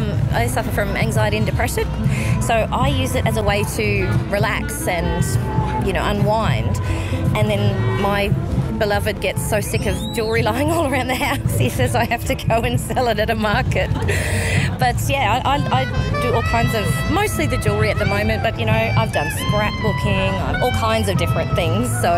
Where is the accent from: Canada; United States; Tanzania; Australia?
Australia; Alice Springs, Northern Territory; also born or lived in Queensland; I originally was born in Queensland. Moved to the Territory when I was two.